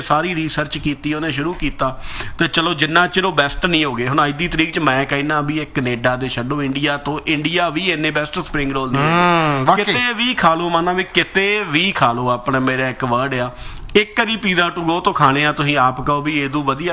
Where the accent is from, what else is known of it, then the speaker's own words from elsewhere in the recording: Patti, Punjab, India; moved away; ਮੈਂ ਪੱਟੀ ਤੋਂ ਬਿਲੋਂਗ ਕਰਦਾ ਜੀ